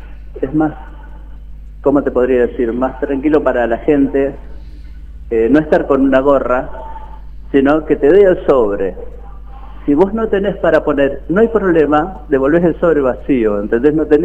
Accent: General Rodríguez, Buenos Aires Province, Argentina; Yo solo soy de Rodríguez

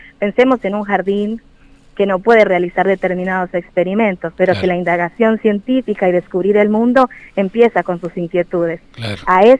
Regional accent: Quindío, Colombia; now in Argentina; Soy de la provincia del café, del eje cafetero. Mi provincia se llama Quindío.

